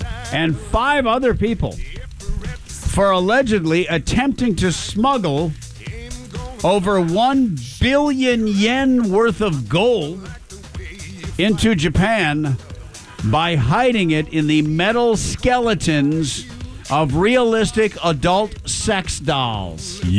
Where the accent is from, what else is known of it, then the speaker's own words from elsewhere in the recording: Netherlands; Do you like smelting? Yes, I'm from the Netherlands.